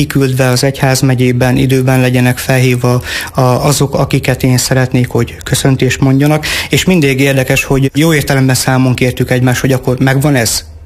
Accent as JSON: {"language": "Hungarian", "town": "Fornos", "region": "Zakarpattia Oblast", "country": "Ukraine", "tie": "born or raised there", "said": "is ugye olyan közegből jövök az én kárpátai fornosi anyagyülekezetemből, ahol tulajdonképpen az ifiben nőttem fel"}